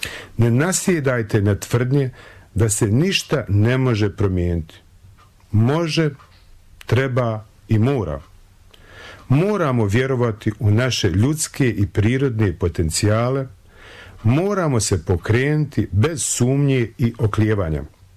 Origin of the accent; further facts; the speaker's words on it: Ilijaš, Sarajevo Canton, Bosnia & Herzegovina; rođen sam i živim u Iljašu